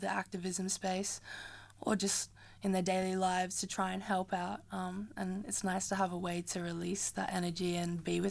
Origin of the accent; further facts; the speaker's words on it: Wollongong, New South Wales, Australia; Well, I'm an artist from Wollongong, but I'm also someone who cares about Palestine and all the issues going on there.